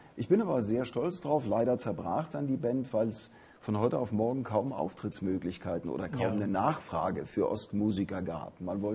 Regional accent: East Germany, Germany; in der DDR aufgewachsen. Ich war 35, als die Wende war und war natürlich integriert in diese DDR

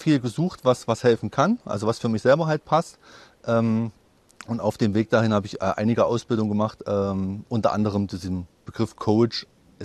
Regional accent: Teuchern, Saxony-Anhalt, Germany; Ich komme aus Teuchern

